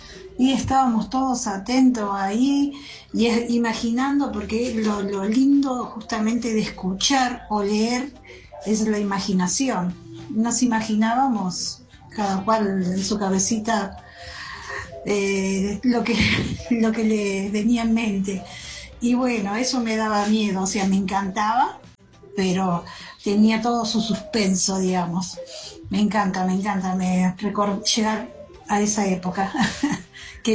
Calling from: Ramos Mejía, Buenos Aires Province, Argentina; de Ramos Mejías.

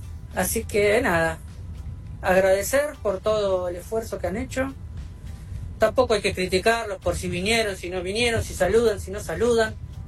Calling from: Casanova, Buenos Aires Province, Argentina; de Casanova

